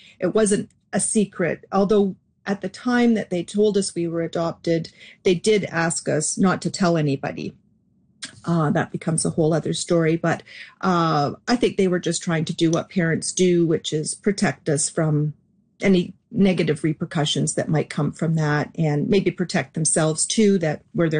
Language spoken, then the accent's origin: English; Kitchener, Ontario, Canada; born there; I was born in Kitchener, Ontario.